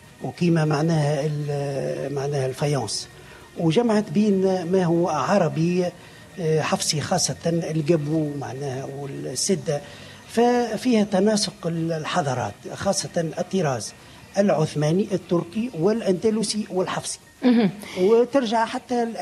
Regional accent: Kalaa Kebira, Sousse Governorate, Tunisia; الحوم العربي حومتنا وفي الدار العربي سكنتنا، وفي الحوم القلعية عنا خاصيتنا وحكايتنا

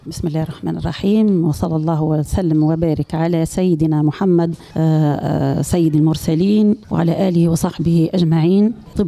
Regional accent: Mograne, Zaghouan Governorate, Tunisia; born or raised there

